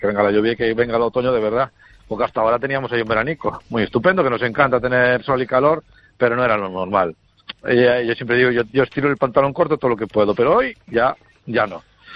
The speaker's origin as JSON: {"language": "Spanish", "region": "Galicia", "country": "Spain", "said": "nos explicó Galicia en 7 objetos, y yo salí de esa conferencia pensando, joder, qué bonita es mi tierra, cuántas cosas tenemos"}